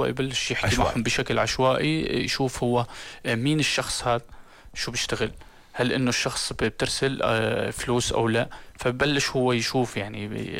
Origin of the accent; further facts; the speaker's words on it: Jordan; إحنا كمجتمع أردني